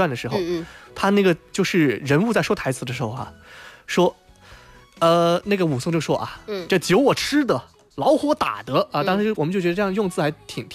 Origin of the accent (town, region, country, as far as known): China